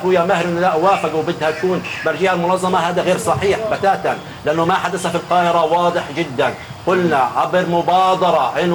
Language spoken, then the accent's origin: Arabic; Palestine; المهم ماذا علينا أن نفعل كفلسطينيين؟